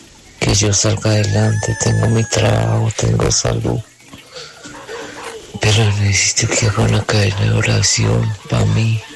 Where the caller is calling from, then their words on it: Santa Rosa de Cabal, Risaralda, Colombia; Soy tío acá de Santa Rosa de Cabal, tres juntos quebradas. La autopista del café.